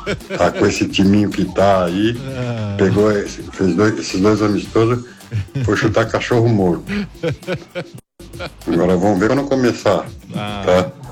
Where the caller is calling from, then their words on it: Brazil; de São Mateus.